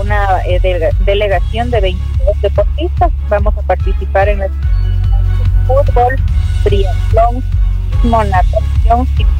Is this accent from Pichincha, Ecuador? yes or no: no; Pastaza, Ecuador; sabiendo que somos una provincia de la Amazonía y pues estamos en creciente desarrollo